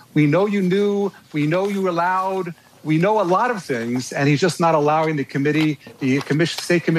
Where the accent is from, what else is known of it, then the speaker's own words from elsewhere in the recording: New York, United States; moved away as an adult; now in Israel; Well, I am from New York, but I haven't lived there for 36 years.